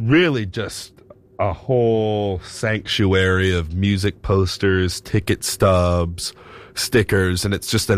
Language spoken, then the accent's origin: English; North Carolina, United States; I'm from North Carolina